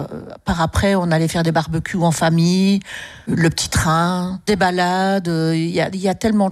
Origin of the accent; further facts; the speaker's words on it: Belgrade, Wallonia, Belgium; moved away; Je suis originaire de Belgrade